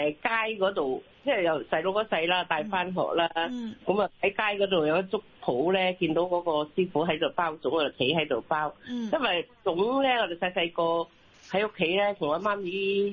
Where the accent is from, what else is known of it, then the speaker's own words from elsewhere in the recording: Zhongshan, Guangdong, China; 咁我試過有一個即係我哋係中山人嚟嘅